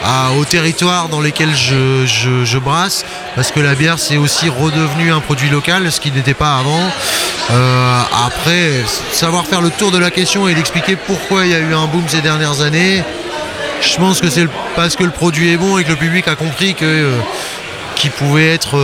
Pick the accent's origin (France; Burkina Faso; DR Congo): France; Hauts-de-France; now in Brittany, France; parce que je viens du Nord